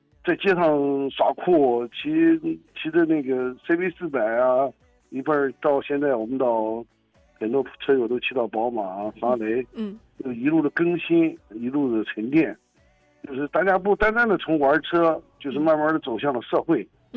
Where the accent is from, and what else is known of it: Shandong, China